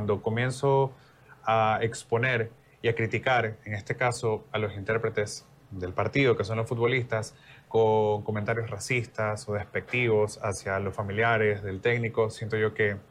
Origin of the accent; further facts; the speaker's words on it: Ecuador; Y siento yo que como ecuatoriano, si yo apoyé durante las eliminatorias